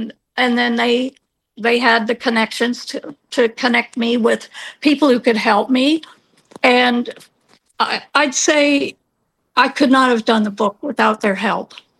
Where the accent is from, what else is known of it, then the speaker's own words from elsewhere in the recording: Canada; moved away as an adult; And because it was an international student at the time, I came from Canada.